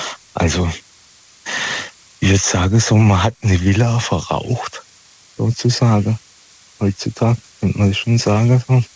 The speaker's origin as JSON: {"language": "German", "town": "Pforzheim", "region": "Baden-Württemberg", "country": "Germany", "said": "Ja, da, von Pforzheimer Gegend."}